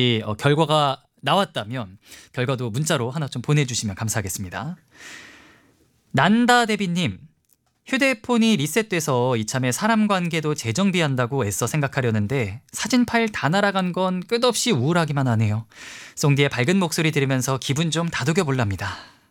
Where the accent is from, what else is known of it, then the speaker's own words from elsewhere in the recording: Ulsan, South Korea; born there; moved away; 제가 사실 태어난 곳이 울산입니다.